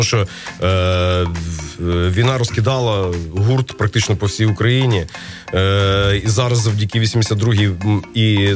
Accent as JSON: {"language": "Ukrainian", "region": "Chernivtsi Oblast", "country": "Ukraine", "said": "ми ще й буковинці."}